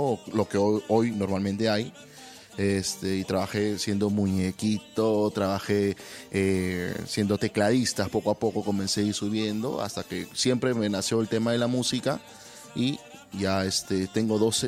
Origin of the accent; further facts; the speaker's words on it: Lima, Peru; Yo soy de Comas.